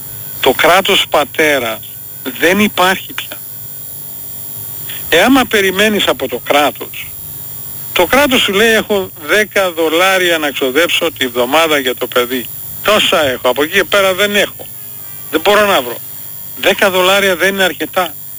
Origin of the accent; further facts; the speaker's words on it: Greece; moved away as an adult; now in New Jersey, United States; εγώ το μεγάλωσα στην Ελλάδα, ήρθε 25 χρονών εδώ, ακούω την Ελλάδα κάθε μέρα